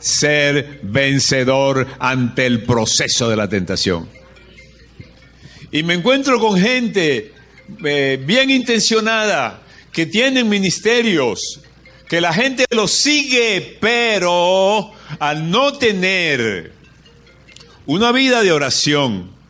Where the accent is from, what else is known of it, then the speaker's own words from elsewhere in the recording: Caracas, Capital District, Venezuela; buenos días, hermano … yo vengo de Caracas y vengo a hablarles de la oración.